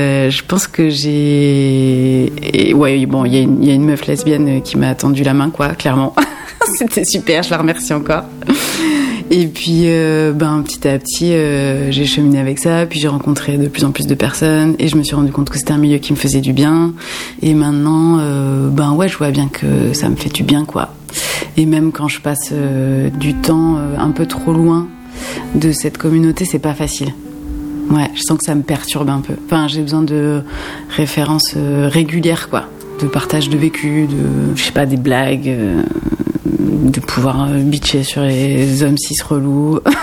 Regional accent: Montpellier, Occitanie, France; also born or lived in Les Salles; J'ai grandi à Montpellier dans un squat jusqu'à mes 6-7 ans. Et puis ensuite, je suis partie dans un tout petit village avec ma maman qui s'appelle Les Salles. C'est vers le plateau du Larzac, quoi.

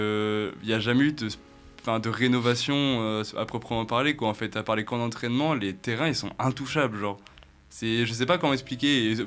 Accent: France; parce que je suis un Français totalement lambda

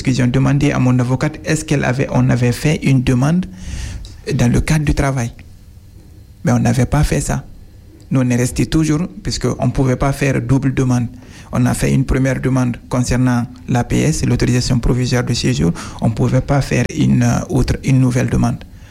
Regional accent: Guinea; moved away as an adult; now in France; moi, vu que je suis guinéen

